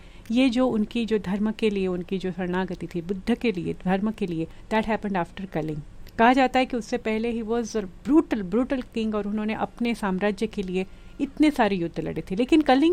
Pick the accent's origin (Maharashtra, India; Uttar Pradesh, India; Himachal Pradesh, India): Maharashtra, India; Mumbai; moved away; specially I am from Mumbai